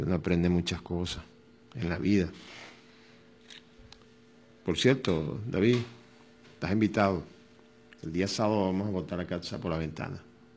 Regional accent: Venezuela; Gente, como somos todos los venezolanos.

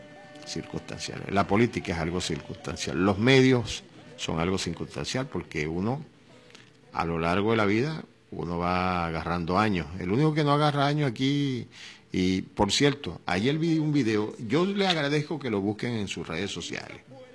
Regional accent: Venezuela; Esos somos los venezolanos.

